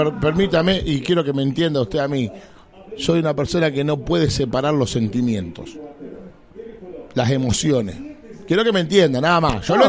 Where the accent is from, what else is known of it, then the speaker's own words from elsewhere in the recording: Venado Tuerto, Santa Fe, Argentina; yo soy de Venado Tuerto, Santa Fe.